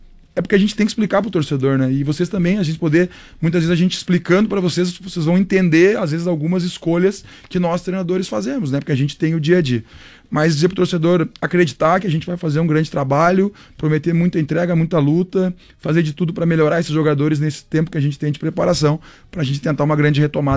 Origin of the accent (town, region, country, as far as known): Brazil